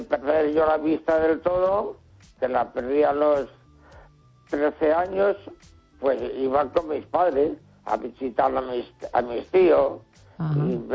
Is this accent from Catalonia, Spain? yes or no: no; Neda, Galicia, Spain; Porque hemos vivido en Neda, donde nací, en la Vuelta del Pilón.